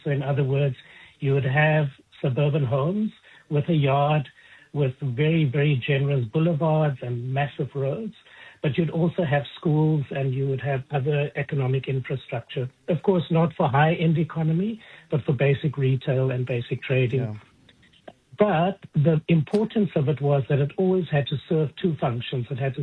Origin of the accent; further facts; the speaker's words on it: Cape Town, Western Cape, South Africa; also born or lived in Elsies River; I was born in Elsie's, Leicester, and I grew up in Eitzach, you know, squeezed between Ravensmead and Elsie's.